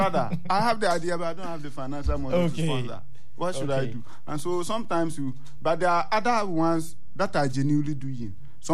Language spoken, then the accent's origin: English; Ghana; I'm speaking as a Ghanaian